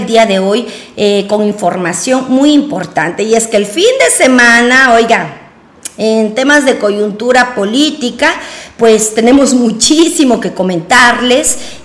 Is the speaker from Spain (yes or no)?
no; Ecuador; como los ecuatorianos nos merecemos